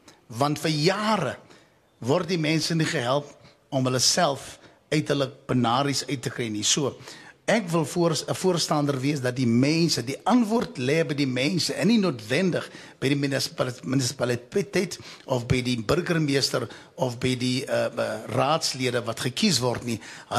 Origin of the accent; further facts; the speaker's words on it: Johannesburg, Gauteng, South Africa; Nou, ek kom van Westbury, gemeenskap, wat geweldig onder groot moeilikheid is met betrekking tot bende geweld en dwelms.